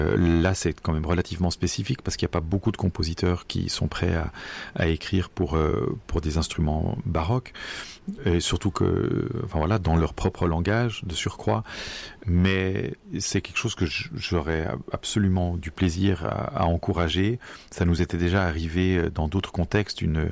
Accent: Geneva, Switzerland; avec qui j'ai grandi à Genève

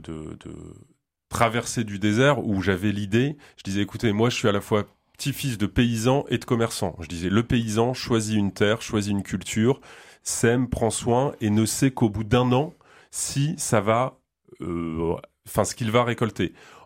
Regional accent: Hauts-de-France, France; accent: ch'ti; mais moi, je suis ch'ti.

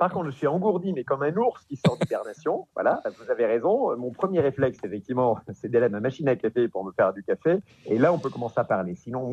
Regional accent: Nouvelle-Aquitaine, France; quand j'ai la chance d'être dans mon pays, puisque je suis originaire du Pays Basque

